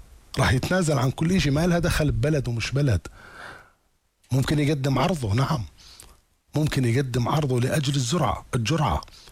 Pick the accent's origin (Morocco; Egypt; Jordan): Jordan; احنا المجتمع الاردني النشامة والنشميات